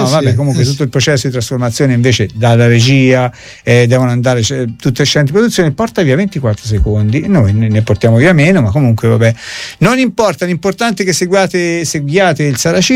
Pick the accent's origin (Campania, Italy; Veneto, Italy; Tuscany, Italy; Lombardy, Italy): Tuscany, Italy; Rigutino; born there; Io sono nata a Rigutino.